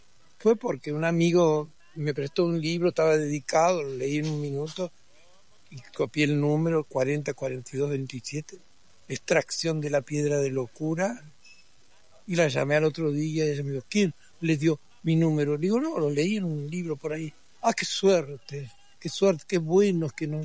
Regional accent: Río Negro, Argentina

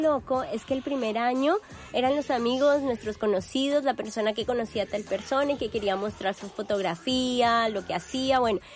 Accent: Bogotá, Colombia; moved away as an adult; now in Buenos Aires, Argentina; Yo vengo de la ciudad de Bogotá, que es un clima también muy loco.

